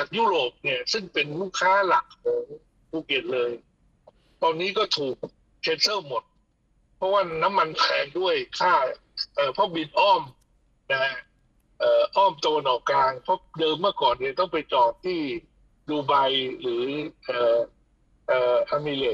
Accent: Phuket, Thailand; ภูเก็ตเนี่ยผมเป็นบ้านเกิดผมนะ

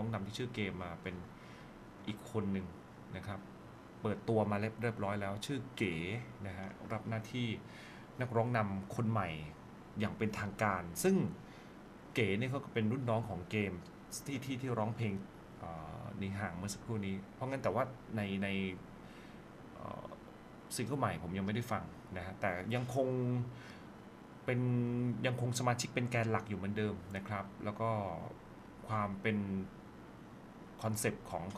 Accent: Phuket, Thailand; เป็นเด็กภูเก็ตเด็กใต้

